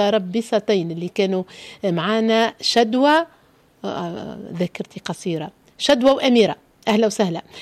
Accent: Teboulba, Monastir Governorate, Tunisia; باش نكونوا مع زهية حومتنا في تبولبا.

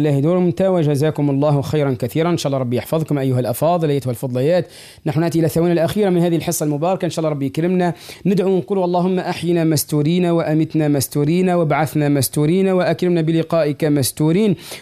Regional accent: Tunisia

